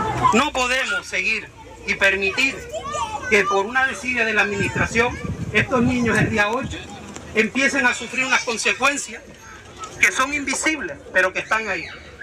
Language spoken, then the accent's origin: Spanish; Santa Cruz de Tenerife, Canary Islands, Spain; Porque yo soy de Santa Cruz, vivo en Güímar, ¿y qué hago yo en Chimiche?